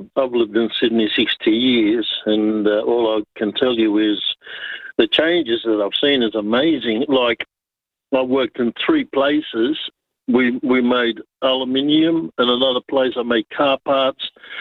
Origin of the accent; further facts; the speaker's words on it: Malta; I came from Malta